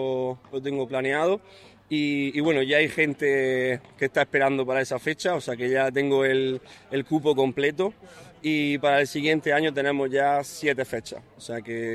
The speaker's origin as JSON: {"language": "Spanish", "town": "Motril", "region": "Andalusia", "country": "Spain", "said": "en todo ello voy diciendo el nombre de Motril estoy muy orgulloso de donde soy"}